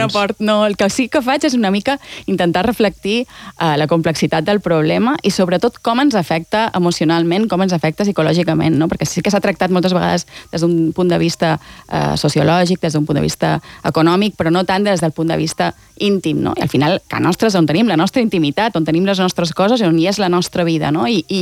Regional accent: Mallorca, Balearic Islands, Spain; moved away as an adult; now in Barcelona, Spain; Jo que som de Mallorca o som de Barcelona? Clar, no ho sé. Durant la pandèmia molta gent m'ho deia. Com així no te'n vas a ca teva? I jo fa 25 anys que visc a Barcelona, que és ca meva, no?

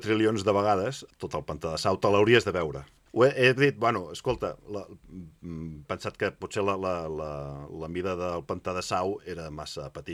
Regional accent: Catalonia, Spain; els catalans tenim una forma de calcular.

